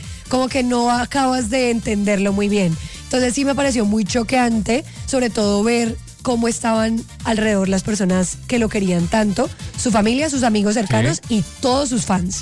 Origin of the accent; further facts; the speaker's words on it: Cali, Valle del Cauca, Colombia; moved away as an adult; Nos conocimos cuando estábamos en segundo de primaria. ¡No joda! Ajá. Y yo me fui de Cali cuando tenía 19.